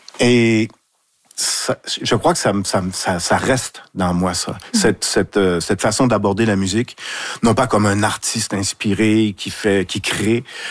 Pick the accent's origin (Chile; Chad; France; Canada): Canada; Saguenay, Quebec; C'est le milieu d'où je viens. Je viens de Saguenay. J'ai été éduqué, élevé à côté de l'usine d'Alcan.